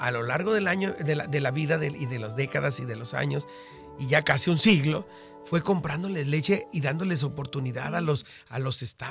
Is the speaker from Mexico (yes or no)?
yes; Tijuana, Baja California, Mexico; los que somos tijuanenses, más o menos, y ya viejones como yo, pues más o menos la conocemos y la hemos disfrutado.